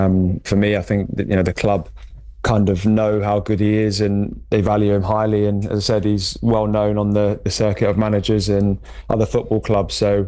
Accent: Brentwood, East of England, United Kingdom; also born or lived in Chelmsford; So I was born in Chelmsford and then grew up in Brentwood for my whole childhood, really.

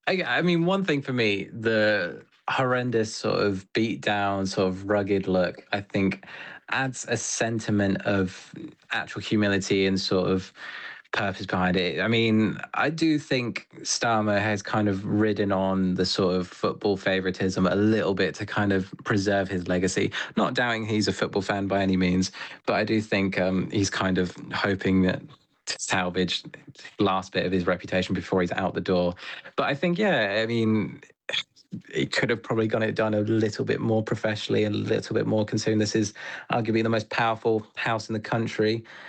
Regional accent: England, United Kingdom; I'm biased as an Englishman myself.

